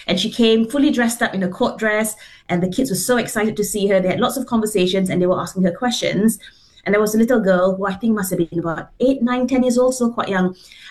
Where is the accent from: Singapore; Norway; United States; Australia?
Singapore; moved away as an adult; now in Wales, United Kingdom; the first 20 years of my life, I was born and brought up in Singapore. I lived in Singapore. I am Singaporean at heart. But then I've spent the last 20 years in Wales. I'm also Welsh at heart. I'm an immigrant. I am Muslim. I am a very visible minority.